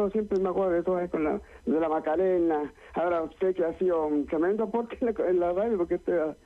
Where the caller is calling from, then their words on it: Cajón, Araucanía, Chile; De acá de Temuco, o sea, de la novena acá, pero de Cajón.